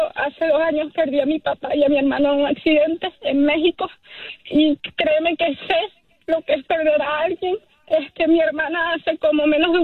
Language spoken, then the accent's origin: Spanish; Barcelona, Anzoátegui, Venezuela; yo soy de Barcelona y mi familia directamente no se vio afectada